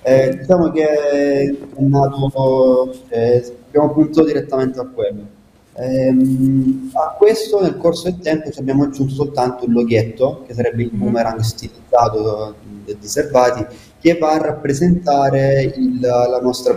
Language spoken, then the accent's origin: Italian; Casarano, Apulia, Italy; sia io che Marco siamo nati e cresciuti a Caserano